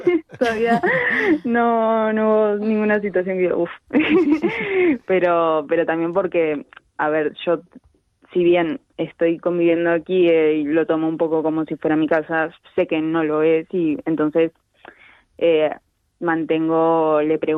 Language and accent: Spanish; Argentina; porque si bien yo soy argentina, mi familia toda de España, y ella es manchega y mi papá también era manchego